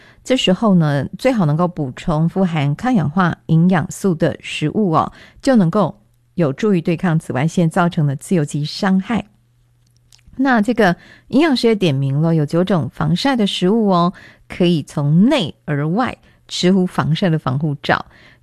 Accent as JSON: {"language": "Chinese", "region": "Taichung", "country": "Taiwan", "said": "身为台中人，大概很少有人喜欢夏天吧"}